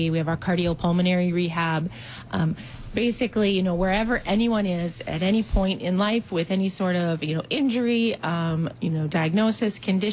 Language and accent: English; Columbus, Wisconsin, United States; I grew up in Columbus, Wisconsin, and then went off to school at UW-La Crosse.